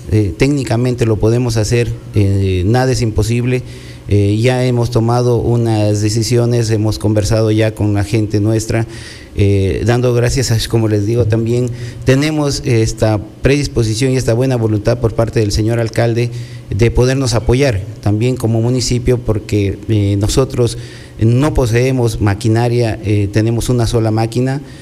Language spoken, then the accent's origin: Spanish; Zamora, Zamora-Chinchipe, Ecuador; somos zamoranos, nos conocemos todos aquí.